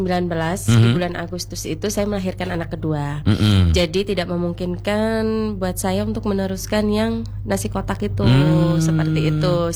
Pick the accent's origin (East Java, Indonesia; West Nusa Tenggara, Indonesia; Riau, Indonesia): East Java, Indonesia; Bangil; moved away; Karena saya asli Bangil ya.